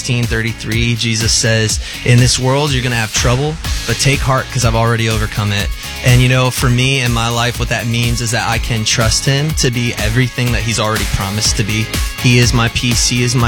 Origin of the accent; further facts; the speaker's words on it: Texas, United States; I come from Texas, and everything's just burnt all the time because it's so hot.